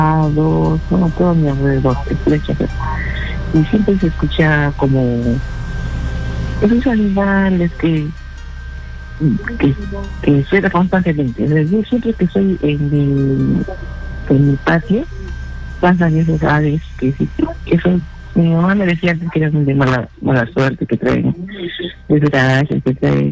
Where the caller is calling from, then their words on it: Tacna, Peru; De Tacna.